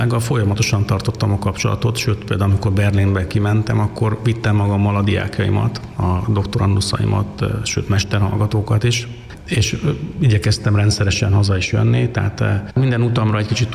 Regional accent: Hungary; lehetünk büszkék arra, hogy mi magyarok vagyunk

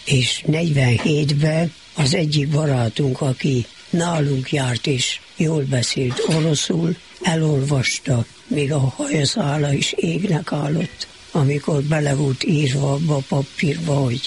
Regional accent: Okland, Harghita, Romania; moved away; Oklandon éltem le az életemet, amíg otthon voltam.

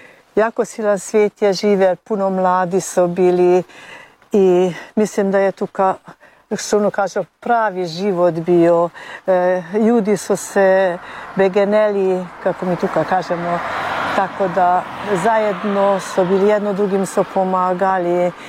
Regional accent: Martinci, Baranya, Hungary; moved away as an adult; now in Lukovišće, Hungary; Ja sam iz Martinaca rođena i držim se uvijek da sam ja Martinčanka, makar i u Lukovišću stanujem. Tamo smo se odselili zbog posla svojega, tako da tamo moramo živjeti. Ja sad već sama živim

